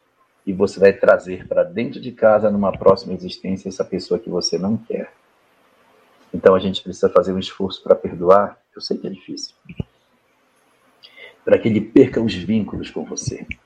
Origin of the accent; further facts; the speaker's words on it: Porto Velho, Rondônia, Brazil; uma história que aconteceu na minha terra, lá em Porto Velho.